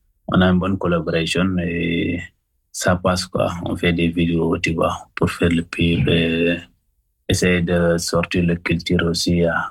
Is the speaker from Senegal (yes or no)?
yes; Senegal; mes d'origine, like, mes cousins chez moi, au Sénégal